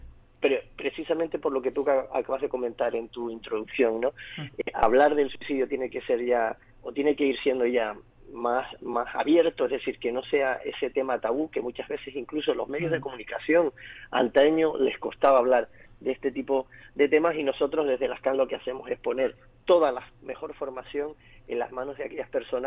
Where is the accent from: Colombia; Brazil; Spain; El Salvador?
Spain; Lanzarote, Canary Islands; por aquello de que soy de Lanzarote, tú lo sabes